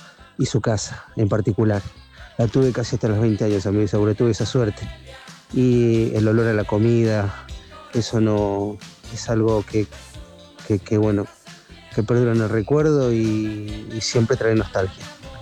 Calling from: Adrogué, Buenos Aires Province, Argentina; de Adrogué.

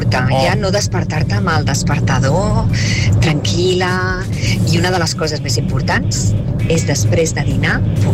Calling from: Girona, Catalonia, Spain; de Girona.

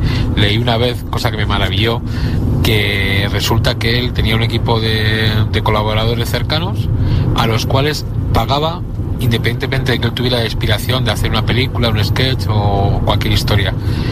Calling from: Madrid, Community of Madrid, Spain; Hola, buenas … de Madrid.

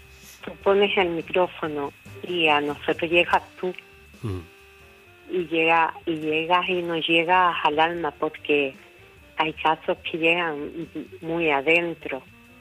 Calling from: Medina-Sidonia, Andalusia, Spain; soy de Medina Sidonia.

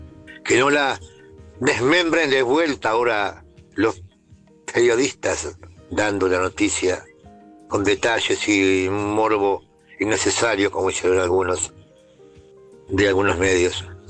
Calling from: Fray Bentos, Río Negro, Uruguay; me comunico desde Fray Bentos, Uruguay. Bien, frente a Gualeguaychú.

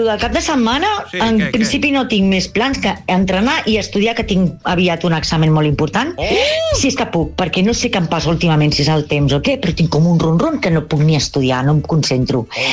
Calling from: Sabadell, Catalonia, Spain; Hola, Enric Font. … de Sabadell.

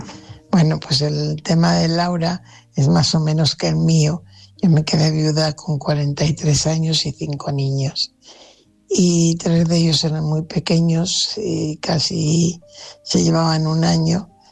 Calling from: Fuenlabrada, Community of Madrid, Spain; corresponsal de Fuenlabrada.

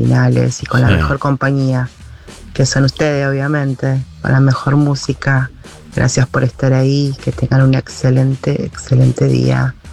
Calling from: Marcos Paz, Buenos Aires Province, Argentina; de Marcos Paz.

